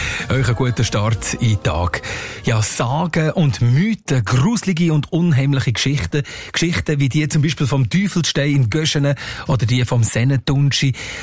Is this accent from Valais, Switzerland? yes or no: yes; Valais, Switzerland; Jetzt kommen wir beide aus dem Wallis